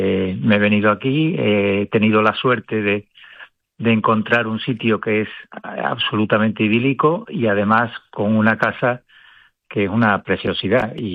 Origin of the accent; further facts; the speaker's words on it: Seville, Andalusia, Spain; moved away as an adult; now in Cantabria, Spain; por mi acento me delata, yo he vivido siempre en Sevilla, pero nací aquí en Cantabria.